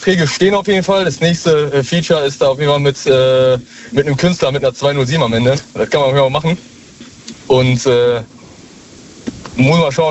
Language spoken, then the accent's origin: German; Dortmund, North Rhine-Westphalia, Germany; Ich komme aus Dortmund.